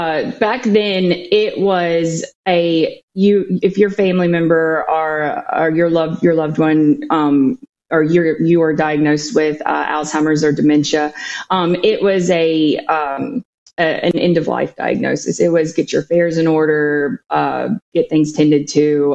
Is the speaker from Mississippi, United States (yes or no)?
yes; Mississippi, United States; moved away as an adult; now in Madison, Mississippi, United States; I am from the Mississippi Gulf Coast, so I live in Madison, Mississippi now, but I grew up in Goshen, so I'm a coastie. I'm a coastal girl. I grew up reading the Sun Herald, and so I'm up here based near the Capitol, but I will always be a coastal girl.